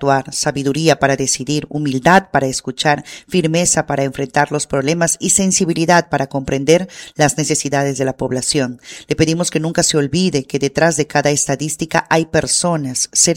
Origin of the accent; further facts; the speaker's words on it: Peru; Que recordemos que antes que simpatizantes de una opción política, somos peruanos